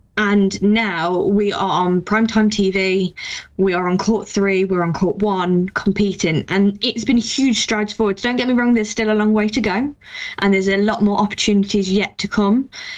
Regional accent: Nottingham, East Midlands, United Kingdom; I'm from Nottingham, born and bred

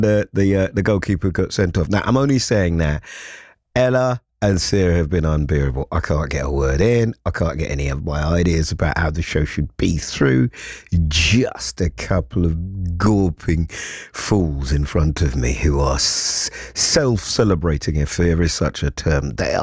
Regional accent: London, United Kingdom; born there; But I am a Londoner. I'm born in London. I believe in London.

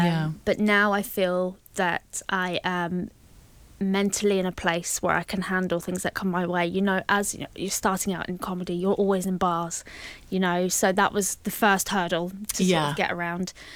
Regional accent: London, United Kingdom; moved away as an adult; now in Belfast, United Kingdom; born and bred in London and made the move over here in 2014.

